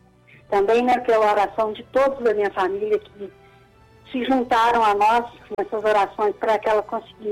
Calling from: Volta Redonda, Rio de Janeiro, Brazil; Eu falo de Volta Redonda

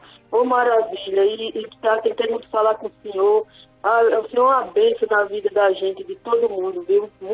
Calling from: Natal, Rio Grande do Norte, Brazil; De Natal, Rio Grande do Norte

